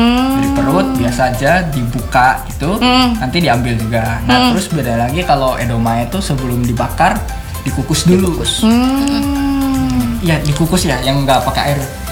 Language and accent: Indonesian; Cianjur, West Java, Indonesia; Aku dari Cianjur kan, terkenal belutnya.